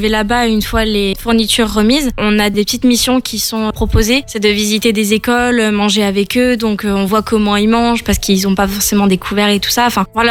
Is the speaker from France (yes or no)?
yes; Saint-Estèphe, Nouvelle-Aquitaine, France; je suis originaire de Saint-Estèphe.